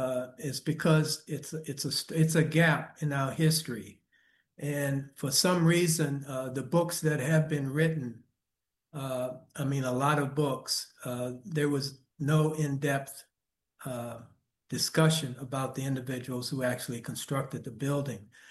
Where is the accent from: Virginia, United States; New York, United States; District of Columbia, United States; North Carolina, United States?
District of Columbia, United States; Washington; All right, well … architect, born and raised in Washington, D.C. I'm a product of Ballou High School and Howard University.